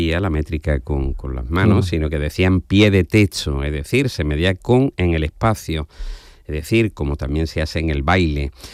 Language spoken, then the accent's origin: Spanish; Jerez de la Frontera, Andalusia, Spain; que yo soy del barrio de San Miguel